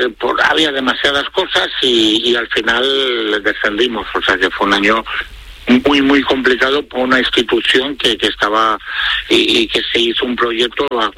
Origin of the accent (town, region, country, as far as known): Valladolid, Castile and León, Spain